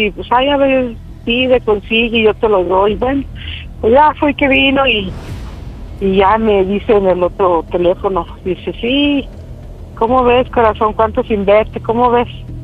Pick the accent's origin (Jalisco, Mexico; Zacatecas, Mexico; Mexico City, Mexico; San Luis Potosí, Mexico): San Luis Potosí, Mexico; Tengo 49 años, soy de San Luis Potosí.